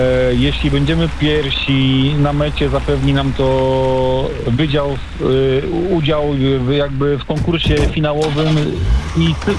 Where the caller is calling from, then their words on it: Płock, Masovian Voivodeship, Poland; Dzwonię do was z centralnej Polski, z Mazowsza Słonecznego aktualnie, a dokładnie z Płocka.